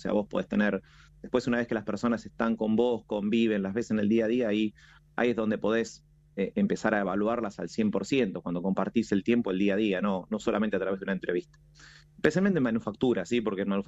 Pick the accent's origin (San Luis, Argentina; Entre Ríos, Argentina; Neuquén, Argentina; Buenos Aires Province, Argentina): Buenos Aires Province, Argentina; Coronel Suárez; now in Buenos Aires, Argentina; Yo no soy de acá de Buenos Aires, soy del interior, de cerca de Sierra Ventana, de Coronel Suárez. Entonces, venir a Capital, una ciudad mucho más grande, también era un panorama diferente para mí.